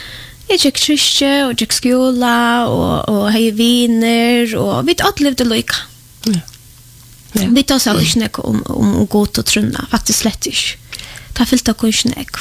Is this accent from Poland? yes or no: yes; Poland; Swedish is a second language; now in Sweden; Jag är född och uppvuxen i Polen.